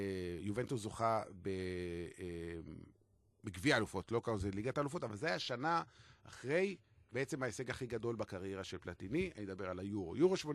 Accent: Beersheba, Southern District, Israel; אני מבאר שבע, מה אני עושה פה בכלל?

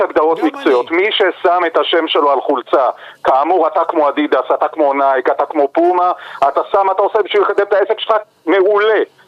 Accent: Jerusalem, Jerusalem District, Israel; גדלתי בירושלים

